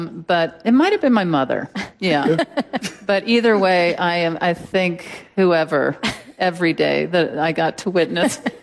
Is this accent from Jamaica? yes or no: no; Mississippi, United States; moved away; When my stepfather passed away, we were burying him in Mississippi, in my hometown